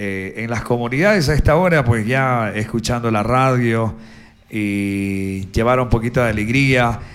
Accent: Ecuador; como ecuatorianos, bueno, apoyemos hasta el final, ¿no?

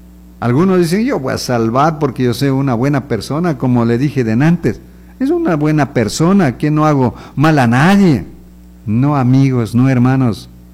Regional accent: Ecuador; nosotros aquí en el Ecuador hay tantas etnias, tantas razas, podemos decir, mestiza, indígena.

